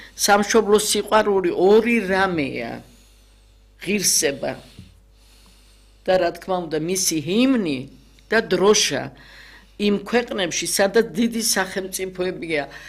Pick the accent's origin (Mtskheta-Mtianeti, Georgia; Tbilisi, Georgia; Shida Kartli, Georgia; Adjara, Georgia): Tbilisi, Georgia; მე იცით ასეთ ადამიანებში გავიზარდე საბურთალოზე, მთაწმინდაზე და ბოლოს გლდანში და იქიდან 57 წელია ფეხი არ გადამიდგე არსად